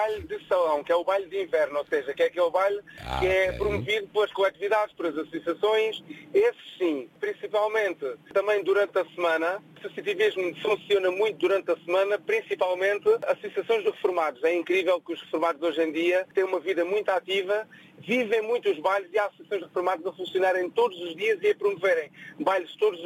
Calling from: Santiago do Cacém, Alentejo, Portugal; Sou de Santiago do Cacém.

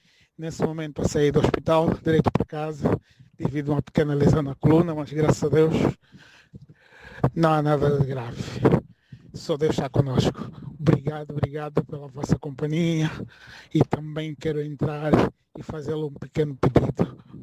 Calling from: London, United Kingdom; Estou a falar de Londres.

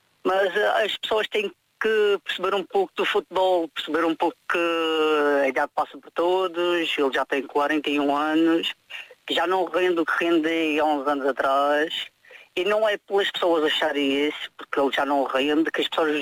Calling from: Madeira, Portugal; Eu, como madeirense

